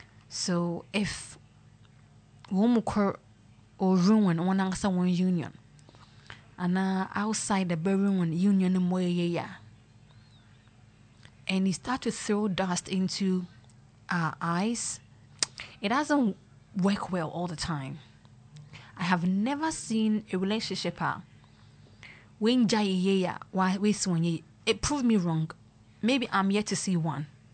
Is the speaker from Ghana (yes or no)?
yes; Ghana